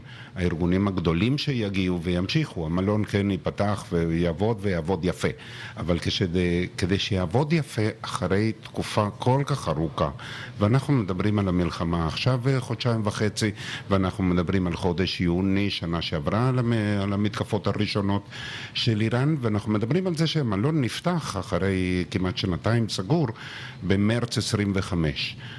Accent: Neve Ilan, Jerusalem District, Israel; now in Kiryat Shmona, Israel; נווה אילן.

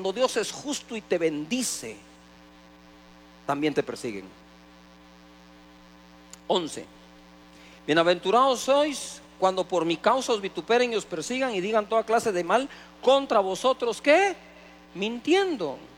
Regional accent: Guatemala

